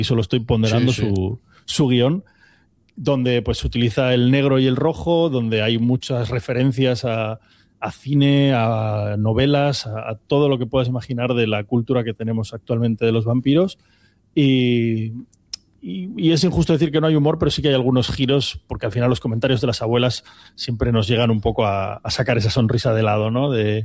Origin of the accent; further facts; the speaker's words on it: Asturias, Spain; si somos asturianos y tenemos un pueblo al que recurrir